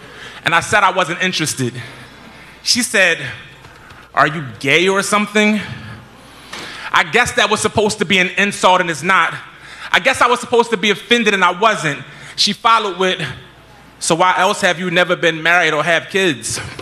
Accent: Philadelphia, Pennsylvania, United States; North Philly raised me, I found my voice on the art scene in Philly.

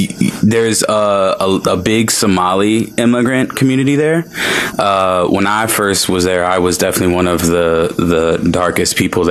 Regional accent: St. Cloud, Minnesota, United States; also born or lived in Delaware; No, I'm not. I was actually born in Delaware, and I was raised in Minnesota.

